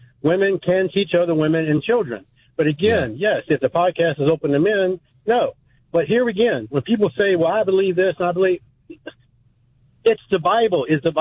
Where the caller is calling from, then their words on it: Charlottesville, Virginia, United States; I'm calling out from Charlottesville, home of Thomas Jefferson, James Madison.